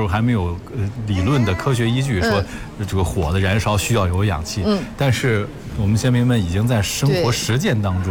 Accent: Henan, China

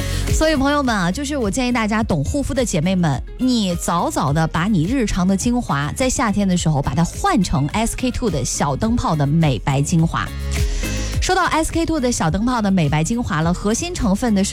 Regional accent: Henan, China

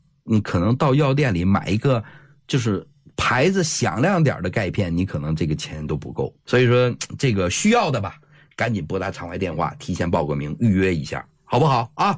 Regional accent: Northeast China, China; accent: Northeastern Mandarin; 这叫什么呀？咱们东北话叫熊瞎子掰苞米，

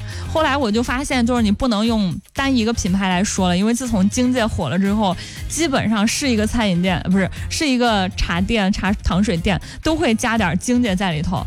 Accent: Henan, China; 我们河南人

